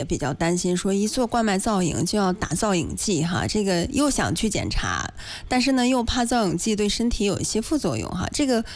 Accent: Hebei, China

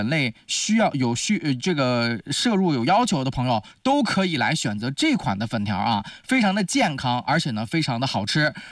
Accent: Xingtai, Hebei, China; 因为我们老家呢是邢台这边，我们老家这边也产那个粉条，

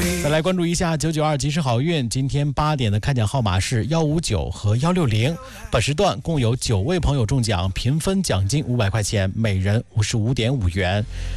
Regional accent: Wu'an, Hebei, China; moved away; 在我们老家邯郸武安那边，

